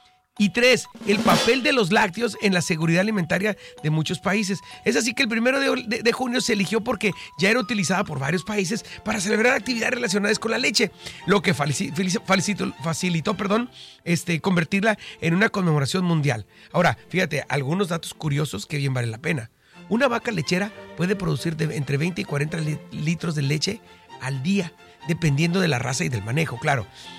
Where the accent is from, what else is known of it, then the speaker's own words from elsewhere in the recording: Tijuana, Baja California, Mexico; los que somos tijuanenses, más o menos, y ya viejones como yo